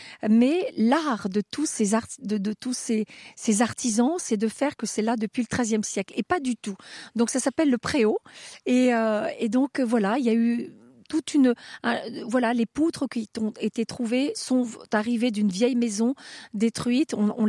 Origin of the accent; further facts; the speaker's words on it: Fronsac, Nouvelle-Aquitaine, France; je suis née ici à Fronsac et je dors actuellement dans la chambre dans laquelle je suis.